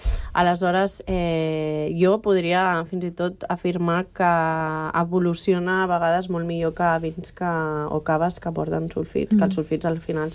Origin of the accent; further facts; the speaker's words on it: Alella, Catalonia, Spain; l'ella, que és d'on soc jo